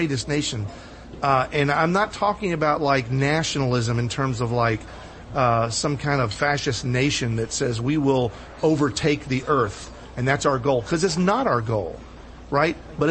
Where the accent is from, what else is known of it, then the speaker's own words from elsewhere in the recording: United States; I'm an American. I was born in America. I love this country. I don't want to go anywhere else.